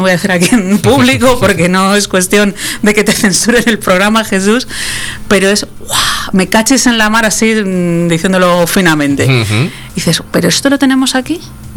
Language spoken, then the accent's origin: Spanish; Palencia, Castile and León, Spain; soy de Palencia con P